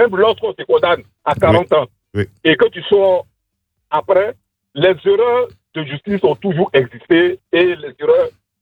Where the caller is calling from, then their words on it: Abidjan, Côte d’Ivoire; J'appelle de Cocody, Angrais.